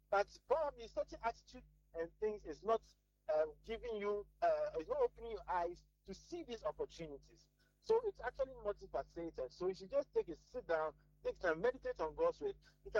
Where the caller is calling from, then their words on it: Tema, Greater Accra, Ghana; calling from Tema.